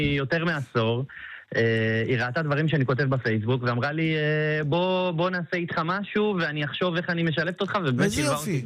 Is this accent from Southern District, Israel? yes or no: yes; Beersheba, Southern District, Israel; אני גדלתי בין שכונה א' לשכונה ד' בבאר שבע.